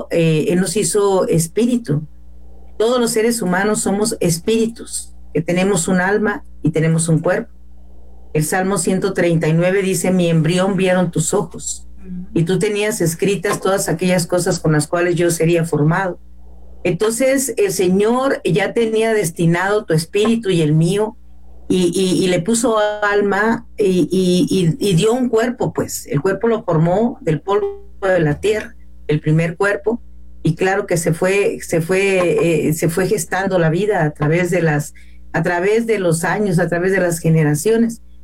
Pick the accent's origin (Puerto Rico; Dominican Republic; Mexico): Mexico; nuestra nación de México